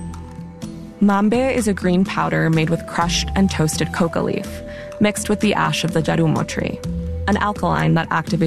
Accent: Florida, United States; Growing up in the Colombian diaspora in the U.S., I heard my fair share of cocaine-related stereotypes and bad jokes. A middle school social studies teacher in Florida used bullets and cocaine as a mnemonic device to teach Colombia's capital.

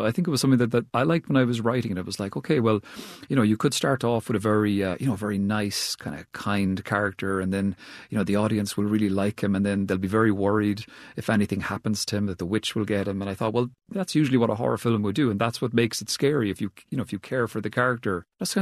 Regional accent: Cork, Munster, Ireland; born or raised there

